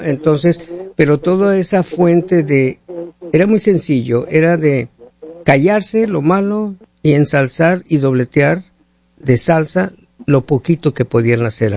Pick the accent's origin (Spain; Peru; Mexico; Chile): Mexico; now in United States; esa actitud que tenemos como mexicano